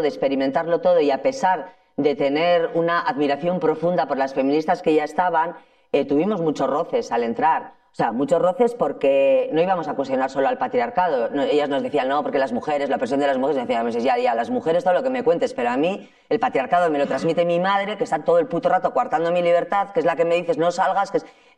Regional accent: Ermua, Basque Country, Spain; Eso es mi pueblo, en Ermua, ¿eh?

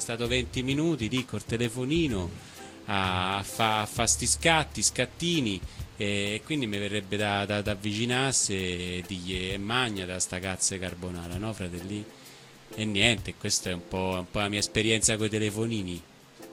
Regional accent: Rome, Lazio, Italy; c'è io quando che so di Roma, no? La città eterna.

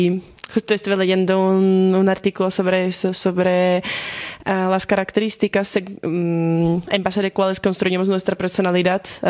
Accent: Slovakia; Spanish is a second language; moved away as an adult; now in Granada, Spain; estudio ahorita Ciencias Políticas y Derecho aquí en Granada, pero soy de Eslovaquia. Me mudé hace año y medio

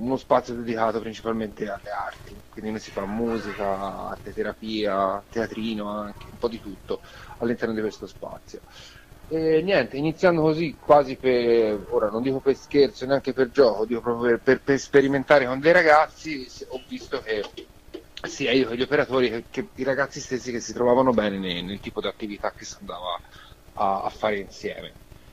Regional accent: Montemurlo, Tuscany, Italy; io sono di Prato, nello specifico Montemurlo

